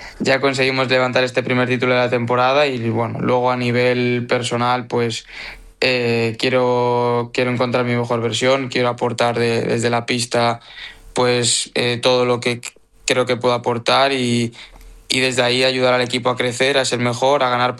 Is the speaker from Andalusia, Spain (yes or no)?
no; Pamplona, Navarre, Spain; now in Pontevedra, Spain; No, en Galicia y en Pamplona de donde vengo, pues el clima es un poco más fresquillo, pero bueno.